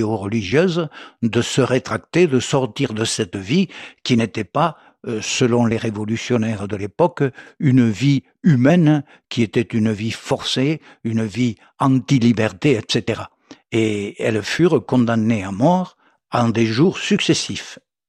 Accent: France; Nous avons chez nous, en France, un prêtre victime de la persécution durant la Terreur

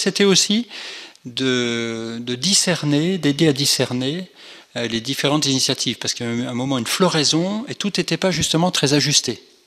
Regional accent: Strasbourg, Grand Est, France; Et l'idée m'était venue parce que moi j'ai grandi en Alsace, à Strasbourg

